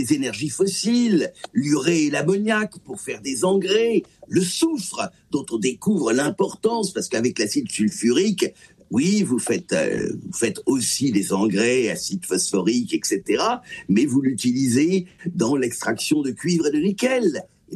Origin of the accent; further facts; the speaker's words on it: South-West, France; Il se trouve que je suis du Sud-Ouest, je connais bien la ville de Pau.